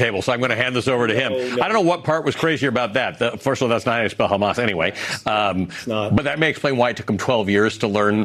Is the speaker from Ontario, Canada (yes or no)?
yes; Toronto, Ontario, Canada; I grew up on the shores of Lake Ontario. I mean, I come from Toronto, but that one caught me off guard.